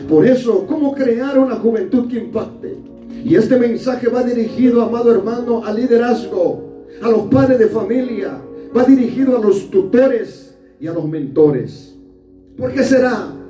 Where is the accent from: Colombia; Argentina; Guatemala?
Guatemala; Y disculpe usted mi léxico, soy chapín al 100% de Guatemala, si voy a hablar algunas palabras que solamente allá se mencionan.